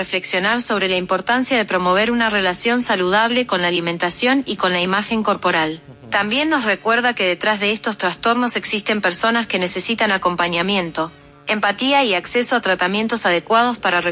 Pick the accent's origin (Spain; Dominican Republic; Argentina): Argentina; now in Mexico; la argentina más mexicana.